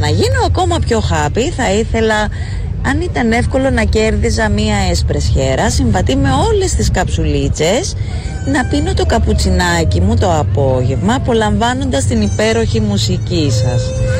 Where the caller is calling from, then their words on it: Korydallos, Attica, Greece; από τον Κορυδαλό, συγκεκριμένα από την πλατεία Μέμου